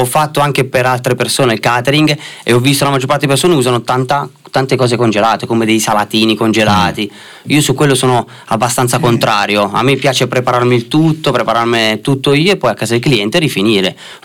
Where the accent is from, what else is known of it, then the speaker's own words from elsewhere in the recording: Naples, Campania, Italy; moved away; sono nato e cresciuto a Napoli, poi ci siamo trasferiti qua nel 2003, e quindi dietro mi porto sempre la mia terra, ovviamente.